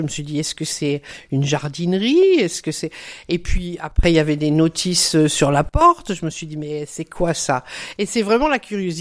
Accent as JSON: {"language": "French", "region": "Hauts-de-France", "country": "France", "said": "On a reconnu qu'on venait de la même région, du Nord, vous savez, où il fait froid soi-disant."}